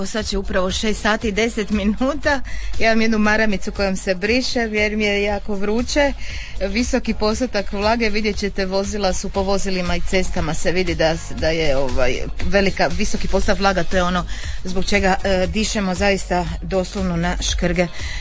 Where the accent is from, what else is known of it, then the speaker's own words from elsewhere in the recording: Dalmatia, Croatia; što se kaže ovdje kod nas u Dalmaciji